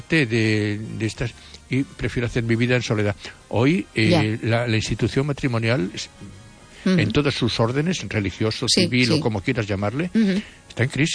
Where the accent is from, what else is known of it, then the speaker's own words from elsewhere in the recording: Spain; ¿La llevo de España? Porque soy español.